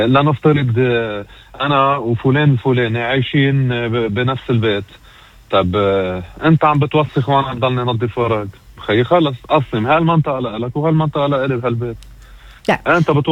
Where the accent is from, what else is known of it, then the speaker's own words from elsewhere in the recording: Lebanon; هو خيي كلبناني